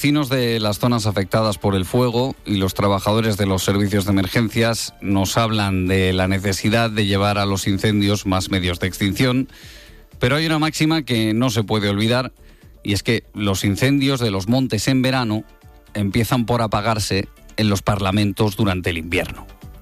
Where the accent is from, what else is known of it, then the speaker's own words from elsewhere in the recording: Vegas de Matute, Castile and León, Spain; mi pueblo, Vegas de Matute.